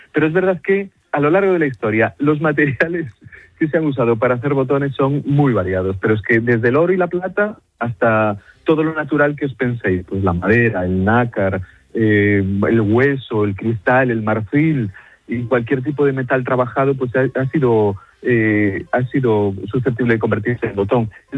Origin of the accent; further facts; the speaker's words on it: Galicia, Spain; Que bueno, yo como gallego tengo que reivindicar la ostra gallega como calidad